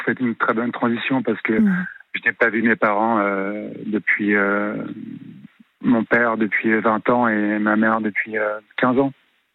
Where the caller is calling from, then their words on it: Paris, Île-de-France, France; Je vis à Paris.